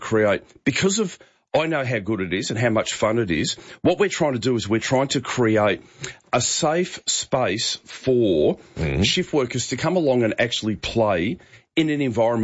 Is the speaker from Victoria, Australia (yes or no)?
yes; Foster, Victoria, Australia; They're down in Forster. I grew up in Forster.